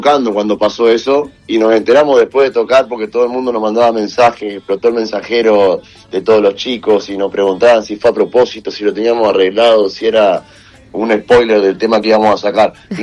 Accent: Santa Fe, Argentina; Nosotros, más allá de todo, somos santafesinos.

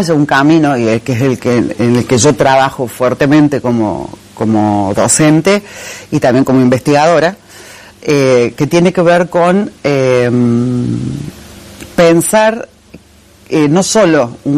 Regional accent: Córdoba, Argentina; accent: tonada cordobesa; now in Santa Fe, Argentina; me decían recién que tenía mucha tonada cordobesa, y sí, pues soy de Córdoba y trabajo acá en la UNL hace 13 años, 14

